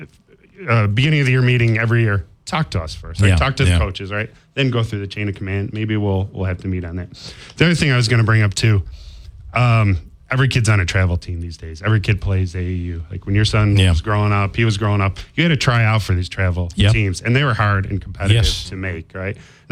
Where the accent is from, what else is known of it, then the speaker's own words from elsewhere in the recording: Rome, New York, United States; I grew up in Rome.